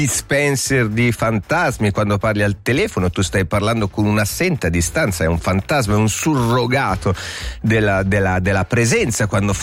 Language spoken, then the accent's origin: Italian; Lugano, Ticino, Switzerland; Io non so dire perché sono nato a Lugano, sono cresciuto a Lugano